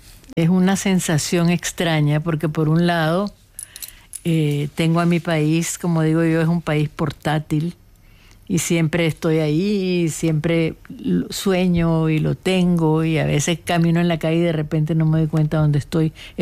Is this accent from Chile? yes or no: no; Nicaragua; moved away as an adult; una cosa es cuando yo salí de Nicaragua a los 25 años y ahora que salí a los 70 y algo